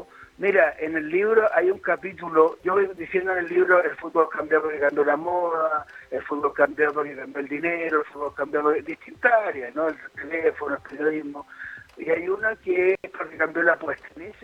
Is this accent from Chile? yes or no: yes; Chile; yo realmente voy a Argentina, muchachos, siendo chileno